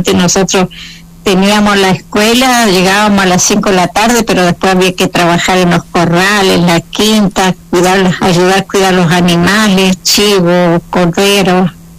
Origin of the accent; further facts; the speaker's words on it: Paso Los Molles, Río Negro, Argentina; now in Bariloche, Argentina; Nací en el campo. Yo me crié en Paso Los Molles, de donde está mandando mensaje Mirta Miyapi.